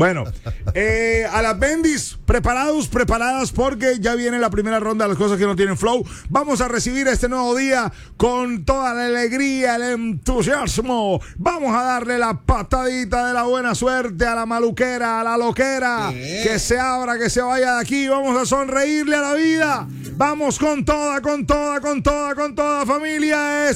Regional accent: Colombia; a todos como colombianos

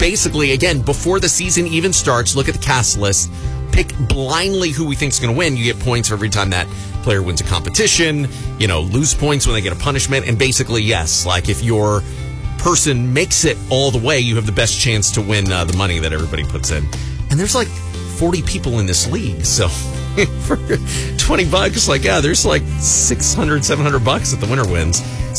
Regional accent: Hawaii, United States; I am rooting for a player named Lyric from Hawaii. So my hometown, like that, she's going to be my pick.

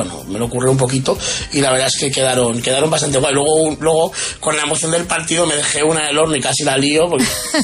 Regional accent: Madrid, Community of Madrid, Spain; Bueno, los que somos originarios de Madrid pensamos siempre qu

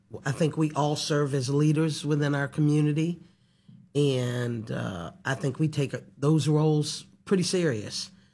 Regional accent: North Carolina, United States; now in Rhode Island, United States; I'm from North Carolina.

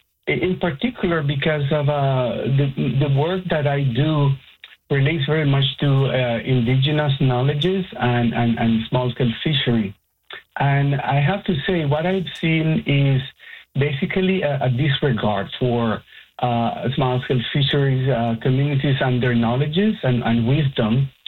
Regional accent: Caribbean region, Nicaragua; I'm myself Nicaraguan, but I'm from the Caribbean region of the country.

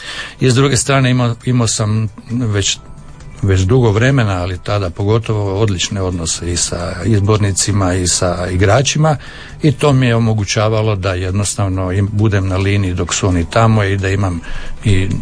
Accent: Pula, Istria County, Croatia; born there

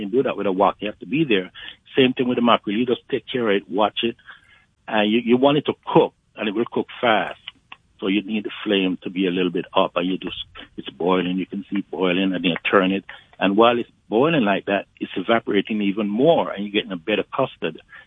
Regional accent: Kingston, Jamaica; I'm not a countryman. I'm from Kingston. I live in the country at times, you know, with family members, my auntie and grandfather and all that thing there. But I'm not from the country.

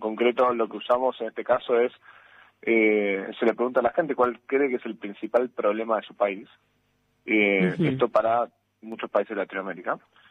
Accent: Argentina

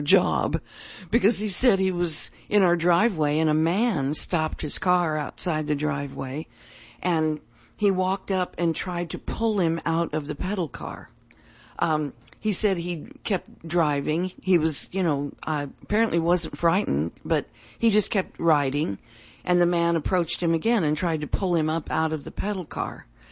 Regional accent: California, United States; moved away as an adult; now in Tahlequah, United States; I was raised in California, and we left almost, 50 years ago.

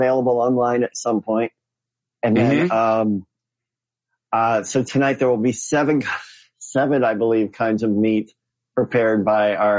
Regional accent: Northfield, Illinois, United States; born there

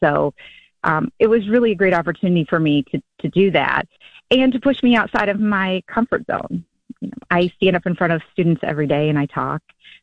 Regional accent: Syracuse, New York, United States; And I said I wanted to represent my hometown, and that is Syracuse, New York.

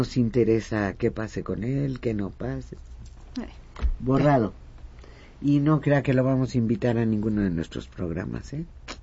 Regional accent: Mexico; Yo ni de broma me gustaría ser argentina. No. Mira qué feliz siendo mexicana.

